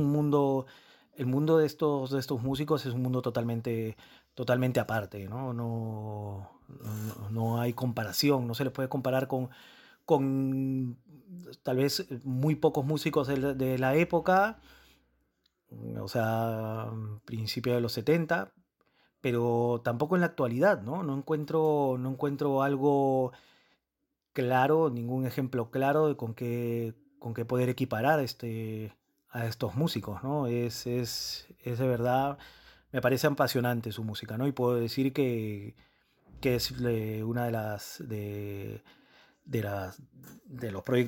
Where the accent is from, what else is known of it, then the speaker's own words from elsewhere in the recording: Lima, Peru; en mi ciudad natal, ¿no? En Lima